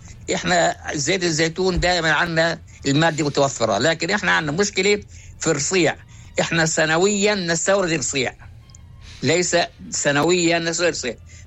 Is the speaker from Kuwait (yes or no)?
no; Palestine; في تراثنا الفلسطيني